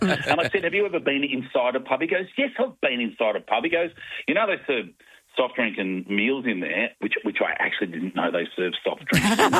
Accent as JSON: {"language": "English", "town": "Melbourne", "region": "Victoria", "country": "Australia", "said": "Oh, look, just so you know, I'm from Melbourne and I've never heard of Dedarang."}